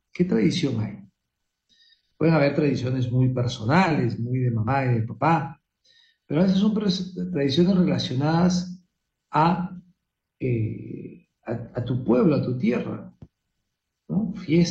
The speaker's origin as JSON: {"language": "Spanish", "country": "Peru", "said": "en el caso para nosotros, el Perú, nuestra madre patria."}